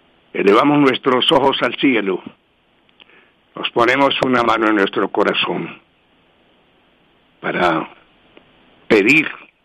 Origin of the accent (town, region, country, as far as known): Colombia